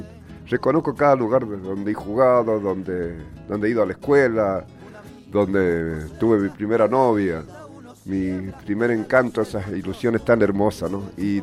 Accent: 9 de Julio, San Juan, Argentina; moved away; de allá de los pagos de mi San Juan querido, mi San Juan del alma y de mi pueblito 9 de julio

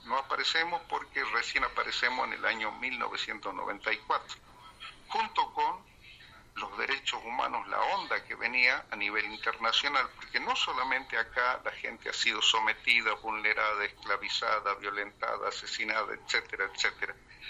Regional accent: Jujuy, Argentina; Nosotros desde nuestra comunidad indígena de Angosto del Perchel

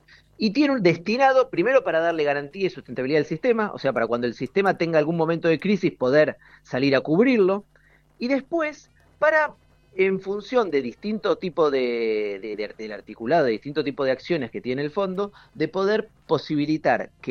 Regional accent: Buenos Aires, Argentina; somos bastante llorones los porteños.

